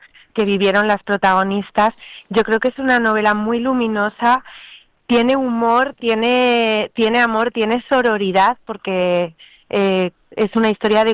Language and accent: Spanish; Aragon, Spain; now in Barcelona, Spain; a pesar de llevar más de 20 años aquí en Barcelona, suceden ahí, están imaginadas en los paisajes, en los pueblos, en las ciudades donde yo he pasado mi juventud, mi adolescencia. Sí, vuelvo a Aragón.